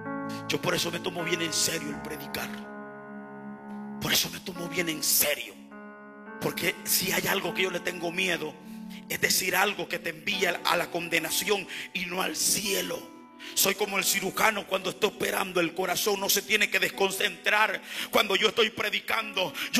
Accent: El Salvador; moved away; como yo vengo allá de El Salvador, mi amado, del país más hermoso del mundo después de Israel.

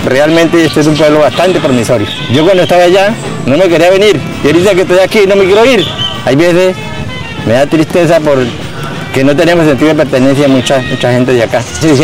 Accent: Arauquita, Arauca, Colombia; Yo nací en Arauquita, es un pueblo supremamente progresivo, tiene una provisión muy digna y una gente supremamente pendenciera, trabajadora, una berraquera empeñada a seguir el progreso de nuestro pueblo. Realmente este es un pueblo bastante promisorio.

